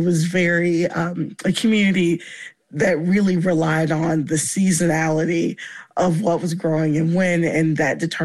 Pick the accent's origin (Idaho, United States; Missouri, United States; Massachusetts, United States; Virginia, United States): Virginia, United States; I grew up in Virginia.